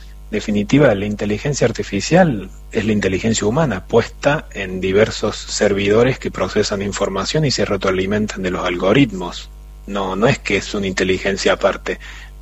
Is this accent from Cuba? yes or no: no; Argentina